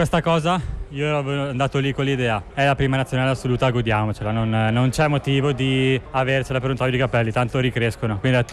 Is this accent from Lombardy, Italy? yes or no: yes; Brembate di Sopra, Lombardy, Italy; Brembate di Stupa, squadra del mio paese.